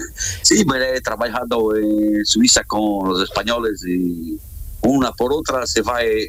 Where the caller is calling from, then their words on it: Pias, Beja, Portugal; accent: Portuguese; first language Portuguese; Spanish is a second language; De la tierra de aquí, de Pías mismo. De Pías.